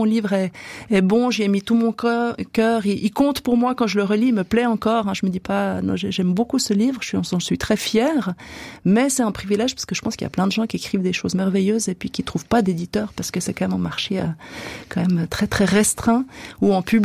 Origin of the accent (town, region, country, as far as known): Switzerland